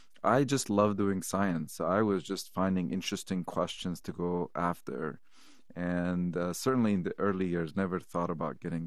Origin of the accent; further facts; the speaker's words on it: Lebanon; moved away; I'm an immigrant from Lebanon of Armenian origin